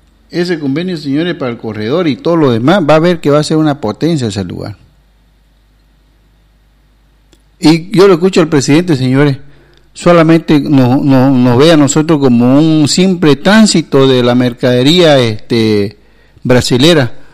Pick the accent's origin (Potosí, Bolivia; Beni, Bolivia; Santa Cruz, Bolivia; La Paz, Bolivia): Beni, Bolivia